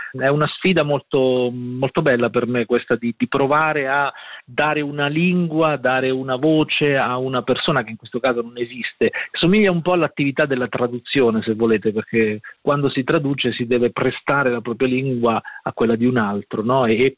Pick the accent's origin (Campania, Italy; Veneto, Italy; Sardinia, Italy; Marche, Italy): Marche, Italy; Sant'Elpidio a Mare; la mia paese o città di origine si chiama Sant'Elpidio a Mare, però non c'è il mare. La cosa buffissima è questa, no? Un po' come Adriatica, una città che c'è ma non esiste. Il mio paese si chiama Sant'Elpidio a Mare, ma è in collina, e quindi il mare si vede solo da lontano.